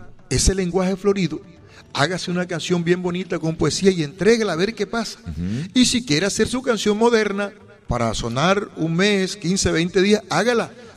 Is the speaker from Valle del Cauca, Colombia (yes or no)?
no; Chiriguaná, Cesar, Colombia; una persona que queremos mucho en mi tierra, Chiriguaná Cesar, ella lo sabe.